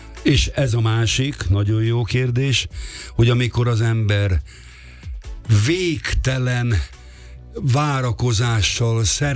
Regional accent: Budapest, Hungary; akkor virágzott a Margit-szigeten a Dózsa tenista, ott voltak a Davis kupák, a Róczi Balázsék, nem? És hát ott nőttem föl, ott voltam tag

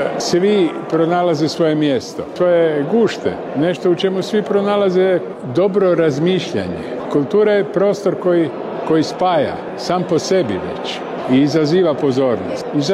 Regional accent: Croatia; Pa naravno, mi kao Hrvati mi to slavimo

